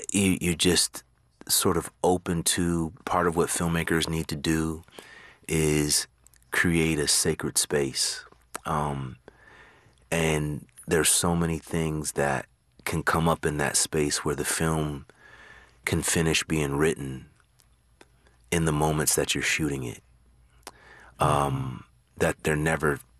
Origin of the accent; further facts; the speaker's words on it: California, United States; my father lived in New York, and I was growing up in California.